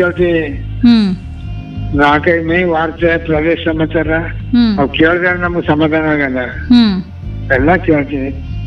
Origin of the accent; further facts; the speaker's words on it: Hosaholalu, Karnataka, India; ನಮ್ಮೂರು ಹೊಸಹೊಳಲು ಗ್ರಾಮ.